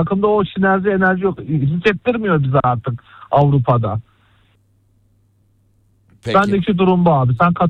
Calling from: Istanbul, Turkey; İstanbul'dan arıyorum.

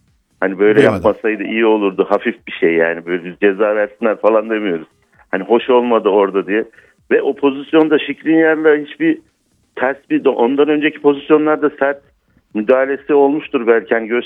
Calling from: Ankara, Turkey; Ankara'dan arıyorum.

